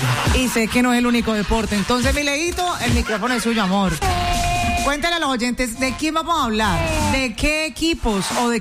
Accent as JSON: {"language": "Spanish", "town": "Cali", "region": "Valle del Cauca", "country": "Colombia", "said": "Yo soy caleña"}